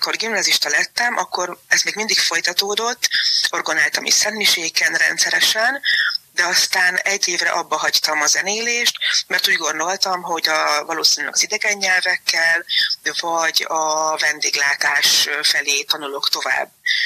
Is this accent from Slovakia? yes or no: no; Bátaszék, Tolna, Hungary; cukrászdát Bátaszéken, a templomnál, a templom téren. Én illatokban, jó ízekben, fagyiban, sütiben nőttem fel